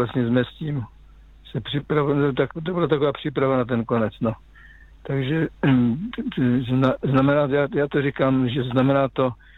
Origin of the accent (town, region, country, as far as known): Žeravice, South Moravian Region, Czechia; born or raised there; also born or lived in Kopřivnice